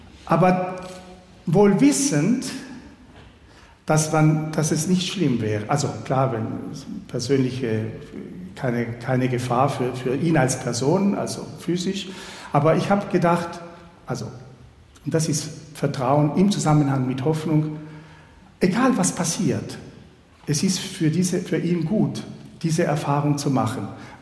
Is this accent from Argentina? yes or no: yes; Argentina; now in Switzerland; In Argentinien, von wo ich herkomme, ist das leider nicht so.